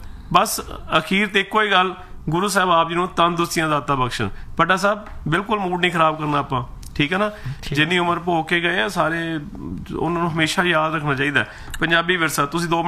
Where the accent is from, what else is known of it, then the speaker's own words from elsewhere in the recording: Nakodar, Punjab, India; moved away; ਮੈਂ ਤਾਂ ਨਕੋਦਰ ਤੋਂ ਆ